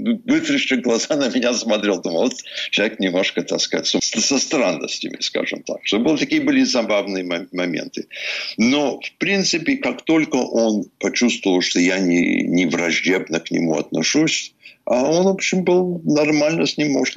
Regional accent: Vermont, United States; в Вермонт, мой родной штат

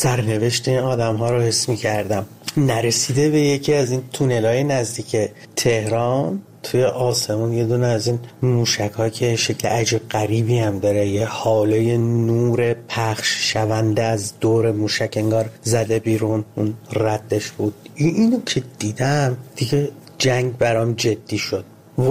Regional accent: Ahvaz, Khuzestan, Iran; من کودکیمو توی جنگ گذروندم، اهواز، و در تمام طول 8 سال جنگ من با این سیر افزایشی بمباران‌ها بزرگ می‌شدم.

